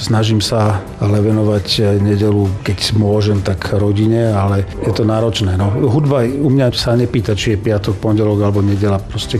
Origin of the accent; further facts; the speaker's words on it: Dolný Kubín, Žilina Region, Slovakia; also born or lived in Ružomberok; narodil som sa v Ružomberku, ale vyrastal v Dolnom Kubíne, lebo v Kubíne nebola pôrodnica, takže skôr to bolo tak, ale s Ružomberkom mám tiež veľké vzťahy, lebo tam žila dosť veľa mojej rodiny